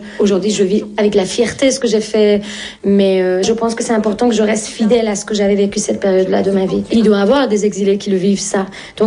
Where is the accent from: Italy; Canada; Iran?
Iran; Tehran, Tehran Province; French is a second language; moved away as an adult; now in Paris, France; Je suis une étrangère partout. Je vivais à Téhéran avec mes rêves et je vis à Paris avec mes souvenirs.